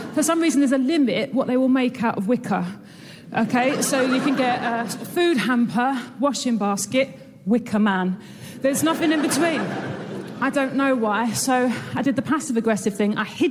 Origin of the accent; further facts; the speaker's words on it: England, United Kingdom; Thank you so much. I'm here from England.